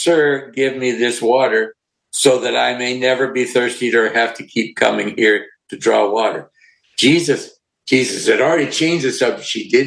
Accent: Montana, United States; When I was growing up, I grew up in Montana

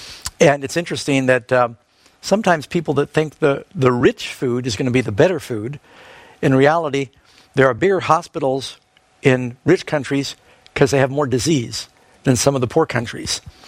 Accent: New York City, New York, United States; We'd wake up in the morning, and my brother and I, growing up in New York City, we'd kind of get ourselves breakfast

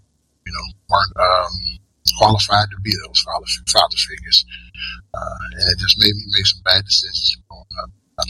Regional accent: Georgia, United States; I grew up in Georgia. I live in the North Coast now, but I grew up in Georgia. Extremely poor, from a poor family, poor background.

